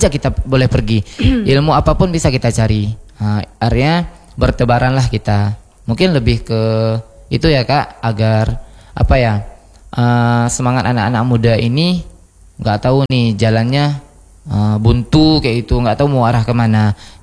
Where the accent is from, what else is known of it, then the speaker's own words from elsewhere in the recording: Bireuen, Aceh, Indonesia; now in Banda Aceh, Indonesia; Bahkan di kampung saya pun di Biren masih ada remaja masjidnya.